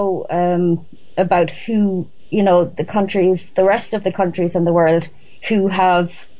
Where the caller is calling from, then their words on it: Ireland; I'm calling you from Ireland.